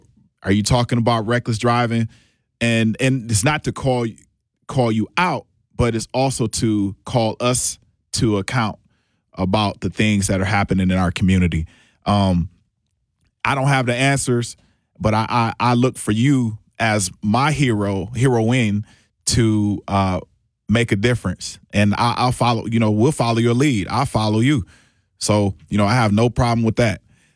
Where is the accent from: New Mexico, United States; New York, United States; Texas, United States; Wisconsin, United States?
Wisconsin, United States; Milwaukee; born there; I was born here in Milwaukee. Not going to say the year, but born to two wonderful parents.